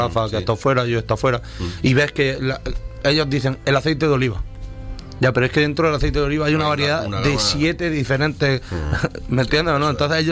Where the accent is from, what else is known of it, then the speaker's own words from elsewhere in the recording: Andalusia, Spain; las mermeladas del Oruso, que están en Sabores de Almería y está justo al lado de mi pueblo